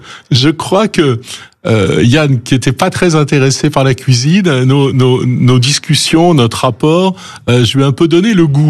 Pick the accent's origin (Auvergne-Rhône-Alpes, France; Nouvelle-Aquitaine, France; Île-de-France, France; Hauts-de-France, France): Auvergne-Rhône-Alpes, France; Roanne; born there; C'est vrai que je suis né à Roanne, pays des frères Troisgros, mais malheureusement, je suis né du mauvais côté de la voie ferrée.